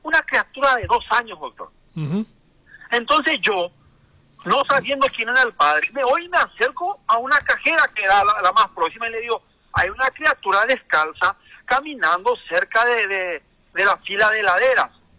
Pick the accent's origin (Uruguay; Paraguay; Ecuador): Paraguay; los paraguayos no reaccionamos.